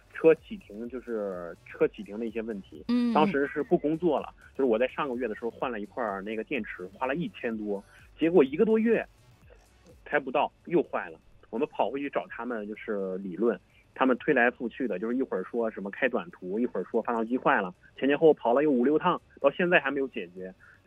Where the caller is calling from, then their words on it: Chengdu, Sichuan, China; 就是我是成都的